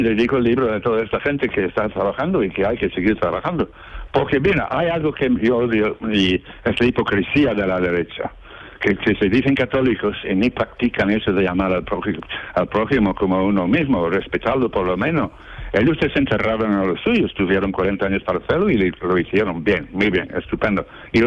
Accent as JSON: {"language": "Spanish", "region": "Andalusia", "country": "Spain", "said": "porque somos andaluces, Lorca es andaluz y universal."}